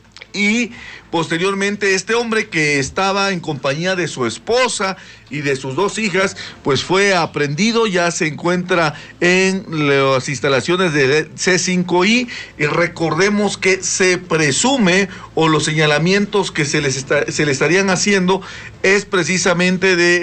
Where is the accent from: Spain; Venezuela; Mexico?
Mexico; como somos los mexicanos